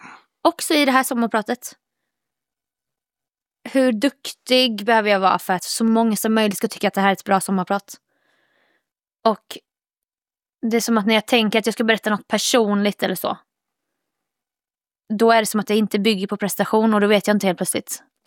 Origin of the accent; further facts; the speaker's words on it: Jönköping, Jönköping County, Sweden; moved away as an adult; jag körde ett gig i min hemstad. Som då Jönköpingsdottern